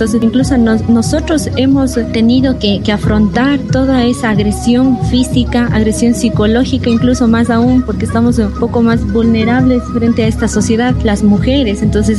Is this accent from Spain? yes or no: no; Molleturo parish, Azuay, Ecuador; soy de la parroquia Moyeturo, provincia de la Suay, de una comunidad donde se encuentra amenazada por un megaproyecto minero.